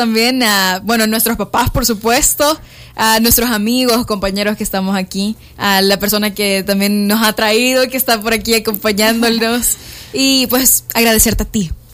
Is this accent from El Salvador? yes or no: yes; El Salvador; todos sabemos que somos salvadoreños.